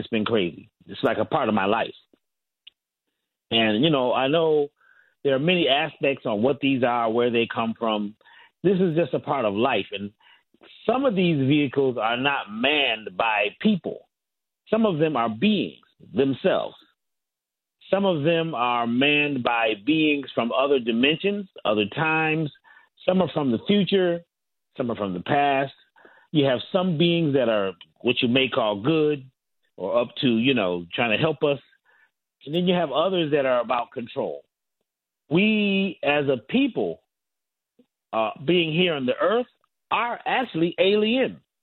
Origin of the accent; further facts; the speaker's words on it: Connecticut, United States; Well, I grew up in Connecticut, which when I grew up, it was a UFO or sightings hotspot.